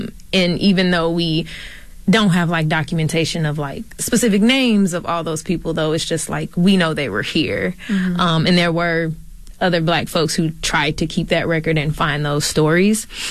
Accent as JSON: {"language": "English", "town": "Chicago", "region": "Illinois", "country": "United States", "tie": "born or raised there", "moved": "yes", "lives_now": "Milwaukee, United States", "said": "yes, Chi-Town native."}